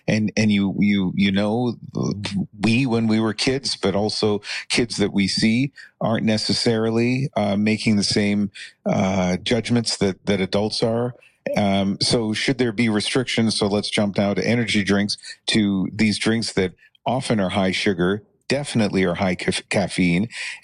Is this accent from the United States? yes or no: no; Canada; if I have to do my part as a Canadian by eating more honey, that sounds like a pretty easy way to wave the flag.